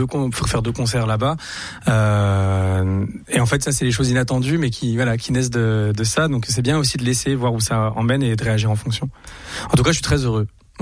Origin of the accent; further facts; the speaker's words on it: France; born there; also born or lived in Greece / Istanbul, Turkey; Je suis né en France, mais j'ai grandi en Grèce. Mes 5 premières années, j'ai grandi en Grèce. Mes parents avaient un bar en Grèce